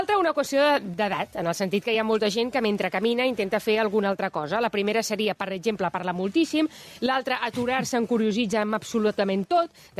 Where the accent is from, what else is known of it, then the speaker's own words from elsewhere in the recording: Badalona, Catalonia, Spain; jo que soc de Badalona